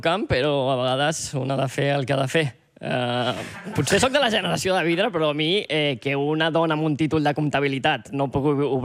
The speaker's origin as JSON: {"language": "Catalan", "region": "Catalonia", "country": "Spain", "said": "Jo, com sóc del Baix Llobregat"}